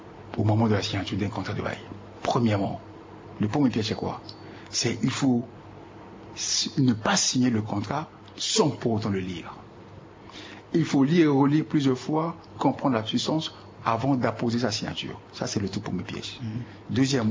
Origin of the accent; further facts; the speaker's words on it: Central African Republic; chez nous, en République centrafricaine